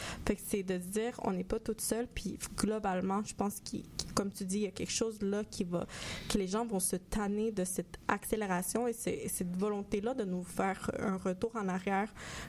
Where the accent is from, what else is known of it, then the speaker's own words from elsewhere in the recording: Colombia; il y a mon pays d'origine, en Colombie